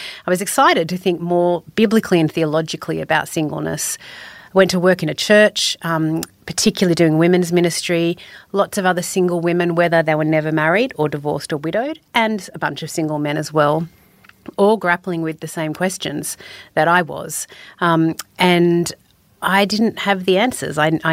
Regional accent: Sydney, New South Wales, Australia; I grew up in Sydney. So I'm a Sydney girl, born and bred in what I thought was the eastern suburbs of Sydney.

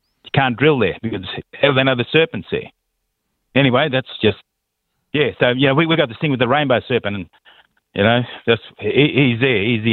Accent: Darwin, Northern Territory, Australia; Because like I said, I'm a Larrakia from Darwin. You know, my people, the Larrakia, we got a city named after a liar, Charles Darwin.

